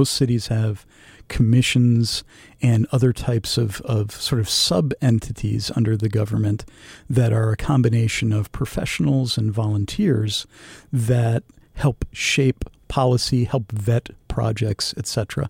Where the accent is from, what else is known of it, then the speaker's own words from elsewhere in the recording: Michigan, United States; I grew up in the Downriver area